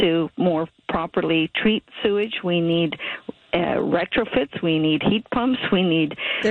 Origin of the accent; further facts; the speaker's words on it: Ontario, Canada; born there; also born or lived in Toronto; now in Hamilton, Canada; I didn't grow up in Hamilton. I grew up in Northern Ontario.